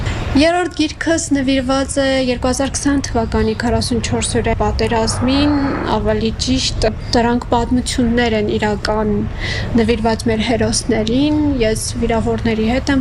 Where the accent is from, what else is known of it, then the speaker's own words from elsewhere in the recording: Stepanakert, Karabakh, Azerbaijan; մասնագիտությամբ գրող, երգահան, դերասան։ Ծնվել եմ քաղաք Ստեփանակերտում, Գողթրիկ Արցախում, ամբողջ կյանքս անց եմ կանցրել հենց Ստեփանակերտում